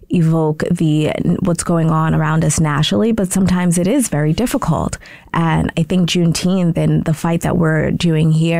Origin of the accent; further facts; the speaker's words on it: Birmingham, Alabama, United States; born there; now in Nassau County, United States; So for me, I was born in Birmingham, Alabama. I have my family, that's where they're from. And we really do have we are descendants of enslaved people.